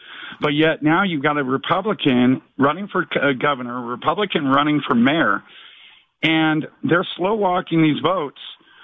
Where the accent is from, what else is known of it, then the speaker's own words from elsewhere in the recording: Los Angeles, California, United States; now in Georgia, United States; I just wanted to explain that I'm originally from the Brentwood Palisades area. And spent a lot of time in my childhood and adolescence going to all the places in Palisades.